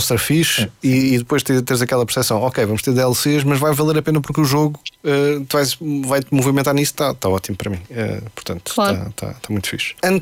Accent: Portugal; nós somos portugueses, o mercado é sempre visto com a dimensão que nós temos

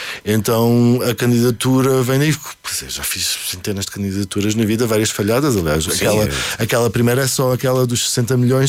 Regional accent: Azores, Portugal; Não, pelo facto de eu ser açoriano, não, porque sempre tive este. Eu parece que sou do Porto

